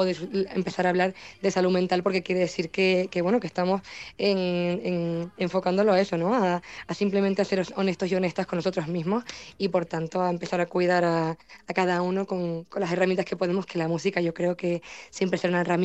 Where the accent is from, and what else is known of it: La Palma, Canary Islands, Spain